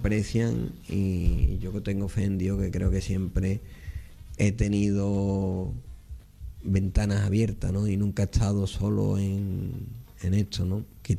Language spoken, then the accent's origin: Spanish; Seville, Andalusia, Spain